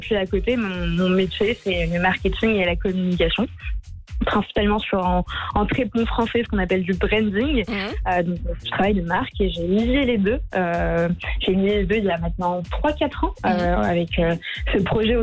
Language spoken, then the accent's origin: French; Casablanca, Casablanca-Settat, Morocco; J'ai grandi à Casablanca, juste en fait, je suis au Stade d'Honneur que vous devez connaître finalement.